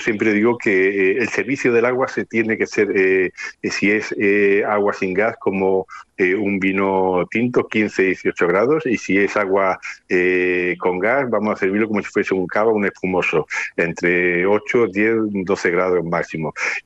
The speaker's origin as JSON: {"language": "Spanish", "town": "La Puebla de los Infantes", "region": "Andalusia", "country": "Spain", "tie": "born or raised there", "said": "un pueblo que es único, y no porque sea mi pueblo, donde yo nací, pero es un pueblo único porque, mira, se encuentra en la entrada en la puerta de la entrada a Sierra Morena, rodeado de olivos."}